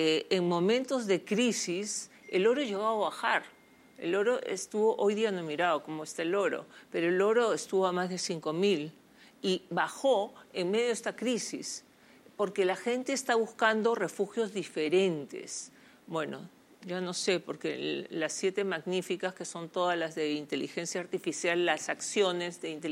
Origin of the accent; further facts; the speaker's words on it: Peru; Necesitamos como peruanos que a Keiko le vaya bien.